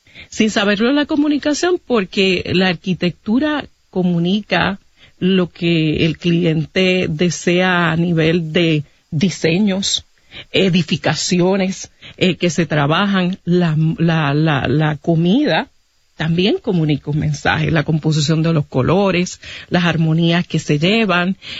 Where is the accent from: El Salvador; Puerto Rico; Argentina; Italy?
Puerto Rico; Guaynabo; la escuela de este mismo pueblo de Guaynabo, donde está la estación, la escuela Margarita Janer Palacios, de donde yo me gradué